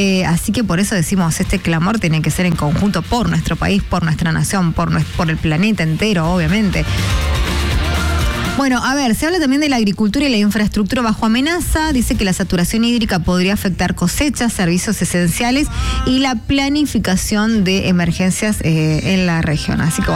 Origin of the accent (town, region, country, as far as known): Argentina